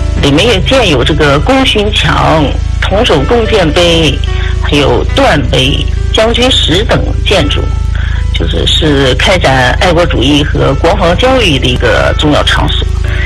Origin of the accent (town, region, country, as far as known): Haiyang Island, Liaoning, China; born there